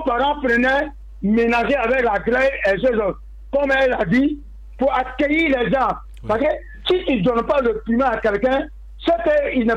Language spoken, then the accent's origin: French; Néo, Bas-Sassandra, Côte d’Ivoire; chez nous, à Néo